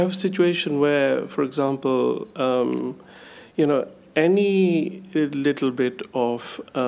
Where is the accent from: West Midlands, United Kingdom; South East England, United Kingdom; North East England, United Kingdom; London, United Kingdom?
London, United Kingdom